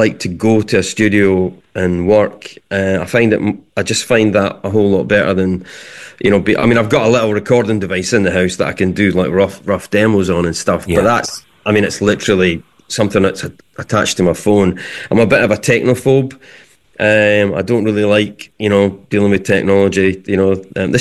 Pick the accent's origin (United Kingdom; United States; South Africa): United Kingdom; Leith, Scotland; But, I grew up in Leith, and my older brother was one of the sort of first punks in Leith.